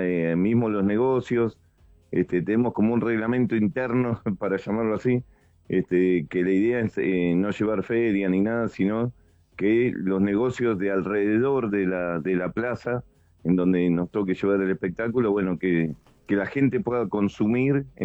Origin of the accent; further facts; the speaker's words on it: Argentina; Nuestra forma de vida como argentinos y demás, nuestra cultura